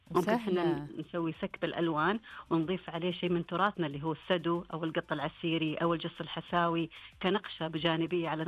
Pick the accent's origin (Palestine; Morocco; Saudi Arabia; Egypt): Saudi Arabia; عندنا في السعودية بالذات أماكن كثيرة لا تعد ولا تحصى